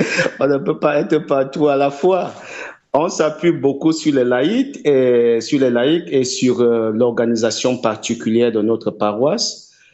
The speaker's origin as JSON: {"language": "French", "country": "Cameroon", "moved": "yes", "lives_now": "France", "said": "Je suis camerounais"}